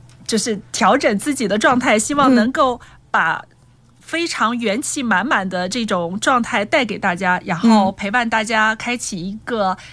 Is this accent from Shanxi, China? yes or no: no; Nanjing, Jiangsu, China; 我这是第一次作为南京人在这里跟大家见面